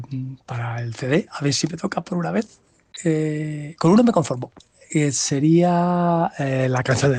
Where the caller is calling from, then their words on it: Madrid, Community of Madrid, Spain; de Madrid